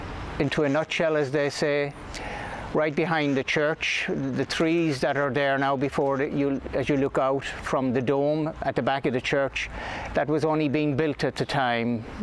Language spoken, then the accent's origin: English; Cork, Munster, Ireland; now in Fall River, United States; I'm from Cork, Ireland, but a priest in the Diocese of Fall River, Massachusetts, USA.